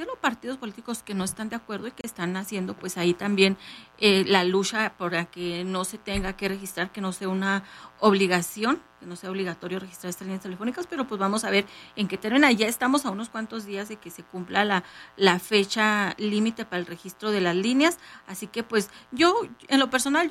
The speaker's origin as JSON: {"language": "Spanish", "country": "Mexico", "said": "como buenos mexicanos todo lo dejamos para el último"}